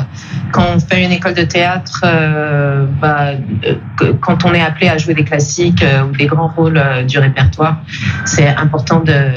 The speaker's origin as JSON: {"language": "French", "region": "Quebec", "country": "Canada", "accent": "Canadian", "said": "nous, comme Québécois, on est beaucoup plus exposés en fait à différents accents de la langue française."}